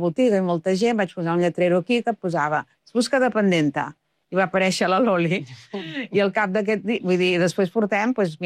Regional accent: Sabadell, Catalonia, Spain; I després jo estudiava amb una amiga, perquè sóc de Sabadell, amb una amiga que vivia a Sant Cugat

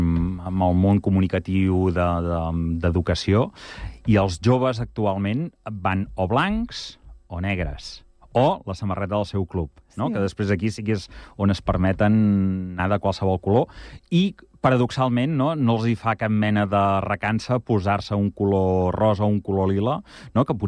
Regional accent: Igualada, Catalonia, Spain; jo sóc d'Igualada

